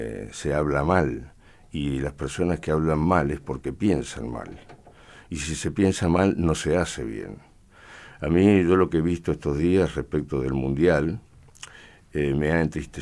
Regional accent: Spain; Soy español.

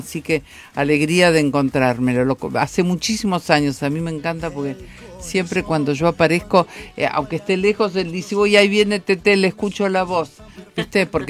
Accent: Patagonia, Argentina

